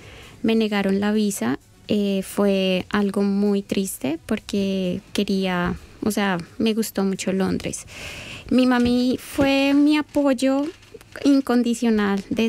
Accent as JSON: {"language": "Spanish", "country": "Colombia", "moved": "yes", "said": "yo decía, soy colombiana, las personas no sabían"}